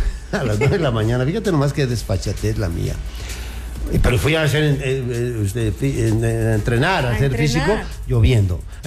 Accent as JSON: {"language": "Spanish", "region": "Guerrero", "country": "Mexico", "tie": "born or raised there", "said": "yo soy hijo putativo de Guerrero, a los 40 días de nacido estuve yo en el hermoso estado de Guerrero"}